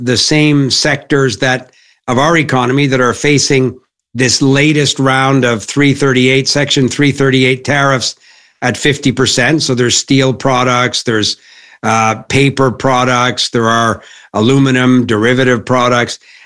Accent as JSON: {"language": "English", "country": "Canada"}